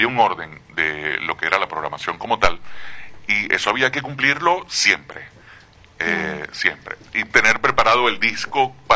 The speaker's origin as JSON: {"language": "Spanish", "town": "Puerto Ordaz", "region": "Bolívar", "country": "Venezuela", "tie": "born or raised there", "said": "Nosotros vivimos en Puerto Ordaz, nos criamos allí en Puerto Ordaz"}